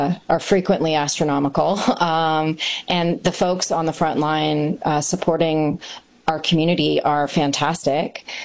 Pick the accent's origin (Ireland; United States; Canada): Canada; Fort Erie, Ontario; and I'm from Ridgeway, Fort Erie, so to me, bringing the Willow home to my hometown feels like always was my plan.